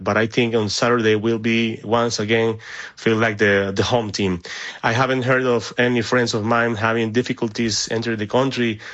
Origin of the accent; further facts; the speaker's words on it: Barranquilla, Atlántico, Colombia; I was at the Azteca Stadium in Mexico City, and the atmosphere felt like just being in Barranquilla, my hometown, and the home of the Colombian national team.